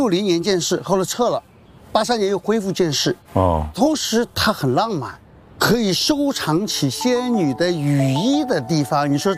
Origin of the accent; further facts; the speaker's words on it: Jishui, Jiangxi, China; 我家在积水，离这就70公里，从小就来